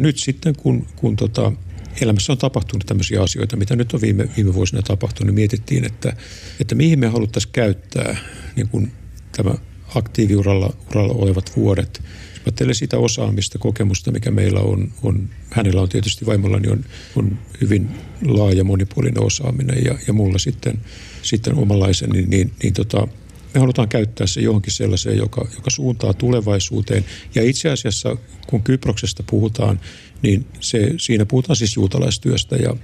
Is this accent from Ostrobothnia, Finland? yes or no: yes; Vaasa, Ostrobothnia, Finland; Vaasahan on mun kotikaupunki, että mä oon syntynyt ja kasvanut siellä.